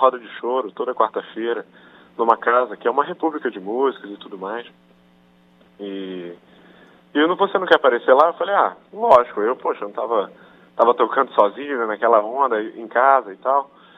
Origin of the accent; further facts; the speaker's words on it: Niterói, Rio de Janeiro, Brazil; Eu nasci em Niterói, nasci ali no Hospital Santa Marta, ali no... perto da garganta ali. Então sou dali, tava sempre. Eu passei minha adolescência ali, estudei ali um tempo, né?